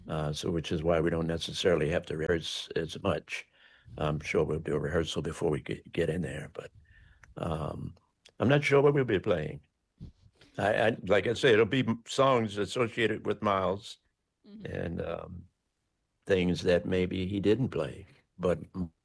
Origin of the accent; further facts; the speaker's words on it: Baltimore, Maryland, United States; I'm from Baltimore, which is like 30 miles apiece.